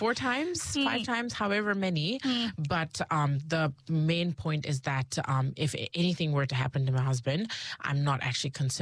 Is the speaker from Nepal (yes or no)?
yes; Nepal; now in New Zealand; I am originally from Nepal. I've been living in New Zealand since 2012.